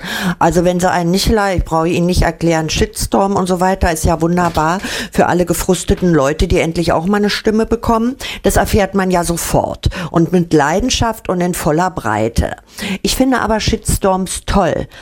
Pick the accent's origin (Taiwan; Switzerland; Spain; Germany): Germany; Berlin; begreifen, was ich eigentlich als Berlinerin zu bieten habe.